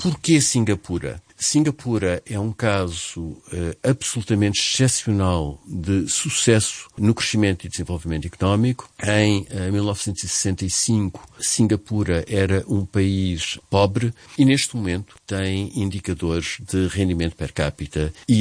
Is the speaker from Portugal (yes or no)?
yes; Portugal; sendo nós portugueses